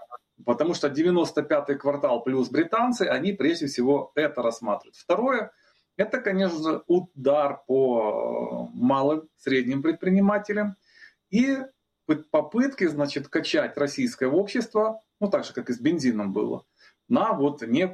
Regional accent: Kyiv, Ukraine; Я, как киевлянин, могу сказать

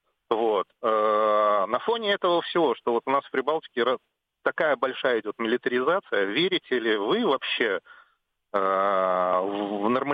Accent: Riga, Latvia; Звонок из Риги. Всем привет. Я коренной житель Латвии, Риги.

